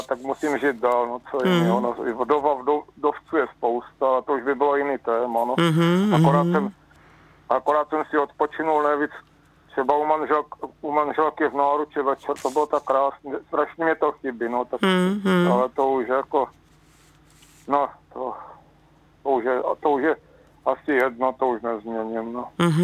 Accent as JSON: {"language": "Czech", "town": "Olomouc", "region": "Olomouc Region", "country": "Czechia", "said": "No, já jsem Olomoučák"}